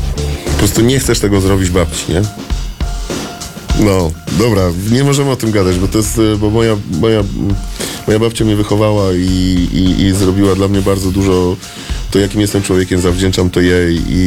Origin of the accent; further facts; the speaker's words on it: Łódź, Łódź Voivodeship, Poland; moved away; wychowałem się na Aleksandrowskiej w Łodzi.